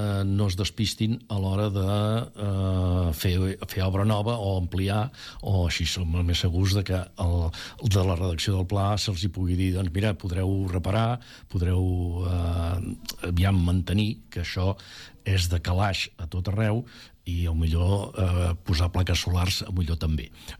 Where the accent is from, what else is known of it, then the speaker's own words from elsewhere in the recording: Catalonia, Spain; jo sóc del Vallès